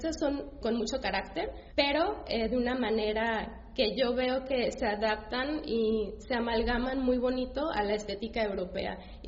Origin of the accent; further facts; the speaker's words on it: Mexico; también en especial cuando saben que soy mexicana